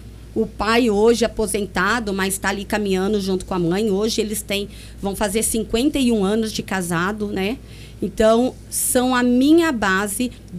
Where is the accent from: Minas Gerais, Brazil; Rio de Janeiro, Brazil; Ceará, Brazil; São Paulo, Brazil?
São Paulo, Brazil; Monte Alto; Eu nasci aqui em Monte Alto, fui criada ali na Vila Gadini, na rua Floriano Peixoto. Venho de uma família muito humilde